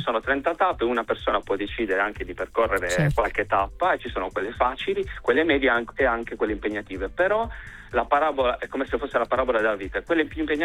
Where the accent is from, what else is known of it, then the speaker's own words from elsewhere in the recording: Iglesias, Sardinia, Italy; io che sono di Iglesias